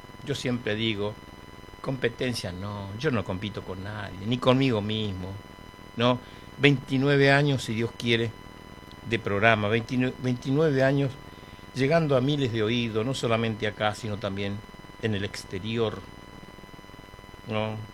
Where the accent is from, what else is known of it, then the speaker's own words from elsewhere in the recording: Buenos Aires, Argentina; yo me crié en Buenos Aires